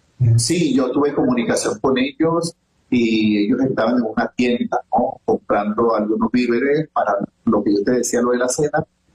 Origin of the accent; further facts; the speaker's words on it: Caracas, Capital District, Venezuela; now in Táchira, Venezuela; Sí, yo soy caraqueño. Sí, soy caraqueño, tengo toda mi familia en La Vega, en Caracas. Tengo en el Táchira, ya casi voy a cumplir dentro de un año y tanto, voy a cumplir 25 años aquí en el Táchira.